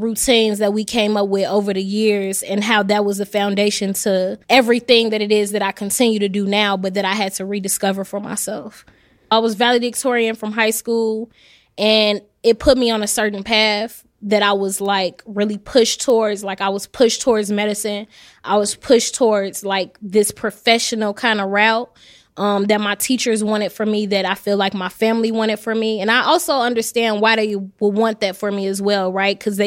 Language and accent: English; Chicago, Illinois, United States; moved away as an adult; now in outside Chicago, United States; I'm actually from Englewood, 67th and Peoria. After I left undergrad and I came back home, I moved to Chatham.